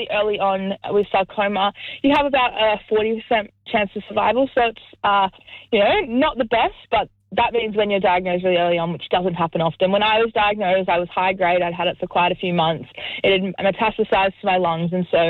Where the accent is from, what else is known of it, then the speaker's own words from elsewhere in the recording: Dubbo, New South Wales, Australia; Dubbo, originally from Dubbo.